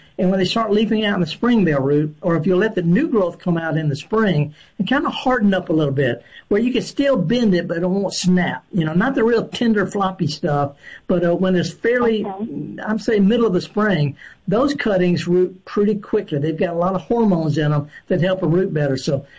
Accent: Mississippi, United States; I'm from the Delta

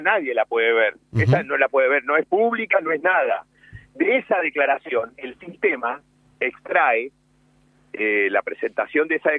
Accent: Argentina; ¿Le parece que somos estúpidos los argentinos?

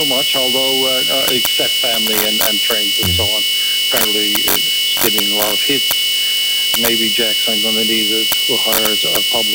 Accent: Newfoundland and Labrador, Canada; now in Brigus, Canada; I'm not from Brigus. I moved there about 12 years ago. My wife's from the west coast of the province. I'm from the east coast.

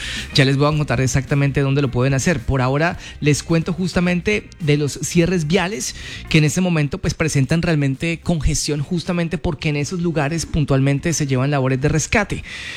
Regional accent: Cali, Valle del Cauca, Colombia; de muchos como caleños que somos, de poder ir a ayudar

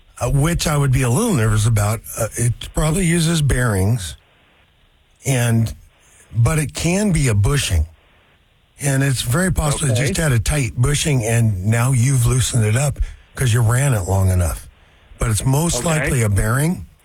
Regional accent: Seattle, Washington, United States; I was talking about, you know, growing up in Ballard

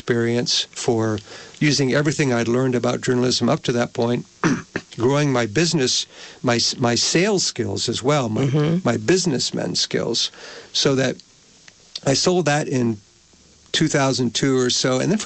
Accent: Colchester, Vermont, United States; The lady who started the little Colchester community newspaper, and I was raised in Colchester

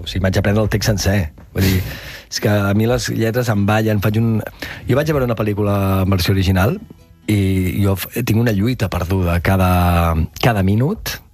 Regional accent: Catalonia, Spain; Jo sóc molt concretament d'un lloc. Si em diuen d'un soc, jo dic que sóc de l'Empordanet. Ei, m'hi sento molt. I sóc molt de poble, jo.

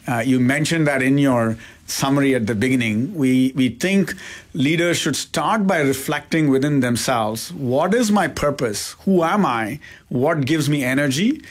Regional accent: Chennai, Tamil Nadu, India; moved away; also born or lived in Delhi, India; I was born in India, where I grew up. I was born in Delhi, but grew up mostly in the south in Chennai.

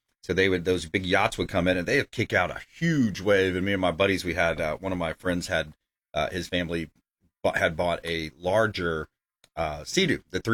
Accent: Florida, United States; I grew up on the Caloosahatchee River.

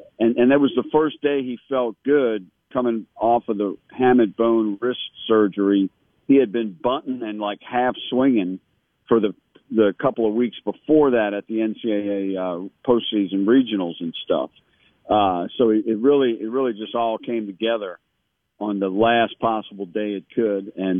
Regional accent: Metairie, Louisiana, United States; now in Alexandria, United States; I was telling them, I was from Metairie, and they're like, well, why are you up here?

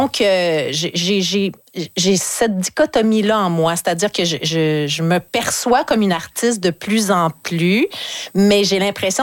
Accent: Charlesbourg, Quebec, Canada; Oui, moi, je viens de la ville de Québec, Charlebourg.

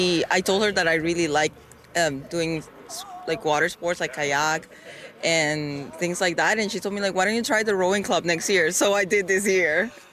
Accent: Honduras; now in Sudbury, Canada; I am from Honduras, in Central America, and yes, I came here to Sudbury somehow, and I really like it here so far.

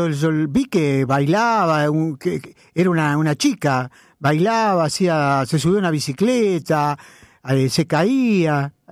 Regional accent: Rosario, Santa Fe, Argentina; yo fui y soy de Rosario, de los alrededores

